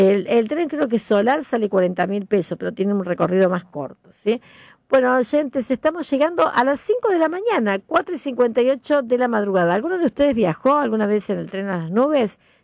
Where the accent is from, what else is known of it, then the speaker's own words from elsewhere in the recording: Argentina; como somos residentes de Argentina